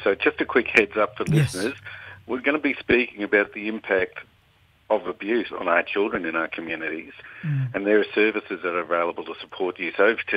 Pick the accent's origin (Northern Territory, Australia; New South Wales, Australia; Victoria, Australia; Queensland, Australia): Queensland, Australia; Cairns; now in Brisbane, Australia; I'm Kugi Yalanji from Cairnsway.